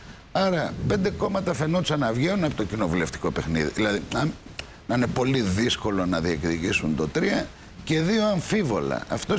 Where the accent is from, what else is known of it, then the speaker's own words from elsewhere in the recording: Greece; Έχουμε ένα ρητό σαν Έλληνες.